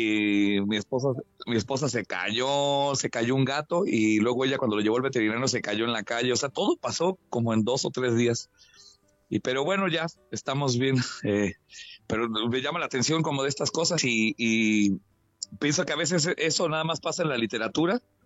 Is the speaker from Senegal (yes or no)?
no; Mexico